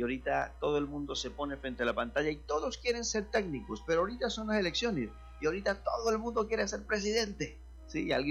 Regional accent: Colombia

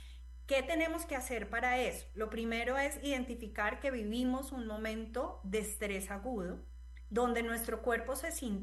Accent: Cali, Valle del Cauca, Colombia; Por ejemplo, escuchaba en Cali, yo soy de Cali y de verdad, de corazón

